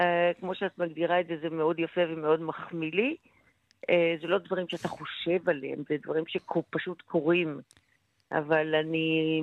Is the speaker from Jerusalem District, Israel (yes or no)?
yes; Jerusalem, Jerusalem District, Israel; לא, האמת היא שכאילו במקור אני ירושלמית, כן?